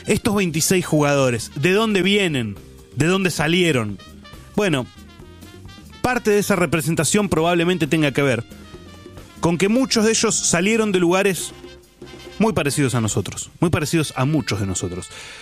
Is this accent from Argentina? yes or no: yes; Argentina; los chicos que crecimos en Argentina